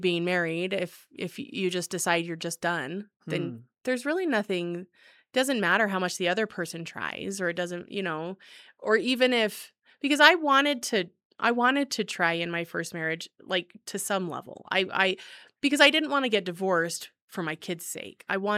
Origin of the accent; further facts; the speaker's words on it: Cedar, United States; I'm from Cedar. I went to middle school.